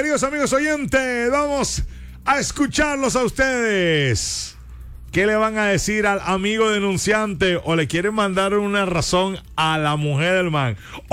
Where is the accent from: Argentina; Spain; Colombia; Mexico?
Colombia; now in United States; O sea, cuando yo vivía en Bogotá, yo respetaba que yo vivía en otra ciudad. Soy colombiano, pero yo respeto que tiene sus costumbres y sus vainas.